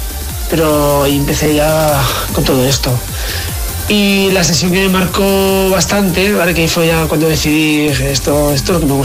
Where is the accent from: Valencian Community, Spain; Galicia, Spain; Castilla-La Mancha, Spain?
Valencian Community, Spain; Onda; Pues soy de Onda, provincia de Castellón.